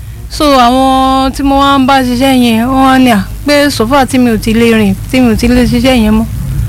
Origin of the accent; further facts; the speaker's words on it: Ibadan, Oyo, Nigeria; ah omo Ibadan ni mi but odo mo mu to wa njebu